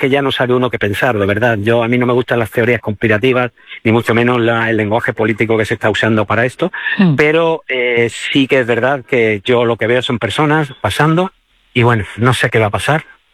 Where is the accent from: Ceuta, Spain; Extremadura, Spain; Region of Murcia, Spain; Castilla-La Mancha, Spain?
Ceuta, Spain; una ciudad como Ceuta, que es una ciudad donde nos hemos criado, los que somos ceutíes, siempre con personas de origen marroquí o de origen árabe